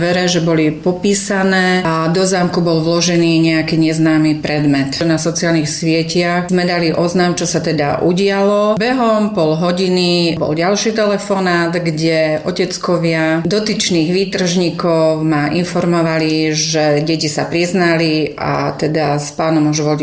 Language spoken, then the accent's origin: Slovak; Ľuboreč, Banská Bystrica Region, Slovakia; u nás v Ľuboreči